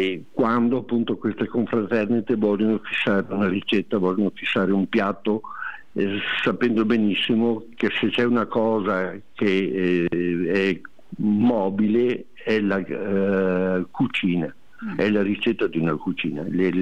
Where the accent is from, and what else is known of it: Veneto, Italy